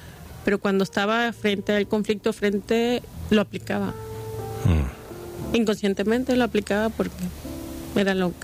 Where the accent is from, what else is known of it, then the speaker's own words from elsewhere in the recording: Acapulco, Guerrero, Mexico; como en el caso mía, que soy de Acapulco, la mayoría de las personas que yo conozco me dicen, oh, es que tú no hablas como acapulqueña